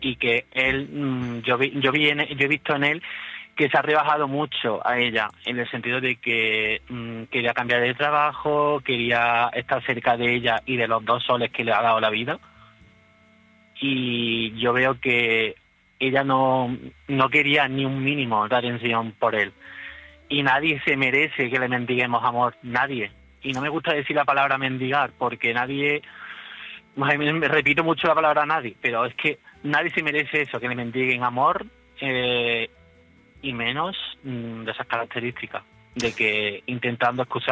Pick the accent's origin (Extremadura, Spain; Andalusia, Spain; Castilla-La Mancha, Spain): Andalusia, Spain; Cabra; Desde Cabra, Córdoba.